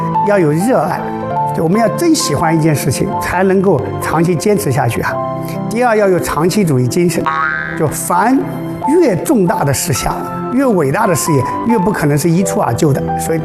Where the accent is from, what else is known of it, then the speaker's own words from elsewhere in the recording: China; 我们中国人